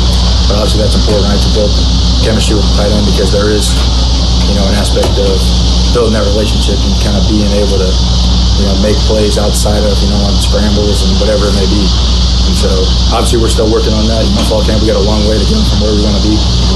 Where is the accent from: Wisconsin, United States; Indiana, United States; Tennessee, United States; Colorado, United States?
Indiana, United States; I'm from Indiana, so.